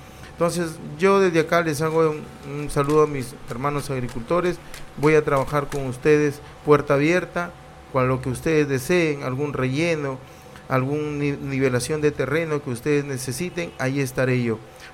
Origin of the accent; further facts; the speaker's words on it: Peru; Somos tucumanos